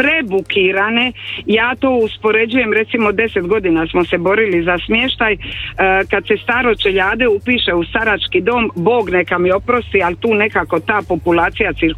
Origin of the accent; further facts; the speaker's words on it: Croatia; obukla sam hrvatski dres, jer sam došla iz Hrvatske.